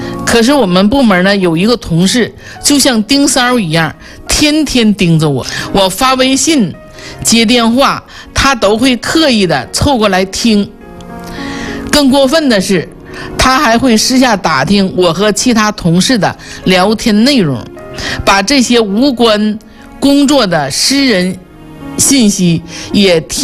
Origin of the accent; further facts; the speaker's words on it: Northeast China, China; accent: Northeastern; 我们东北话就叫太气儿了